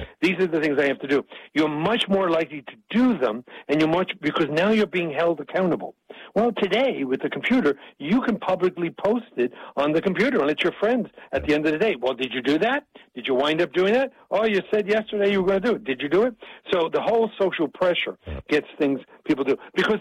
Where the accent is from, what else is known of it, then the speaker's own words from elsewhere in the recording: New York, United States; I talk fast. I'm from New York, so I can do this.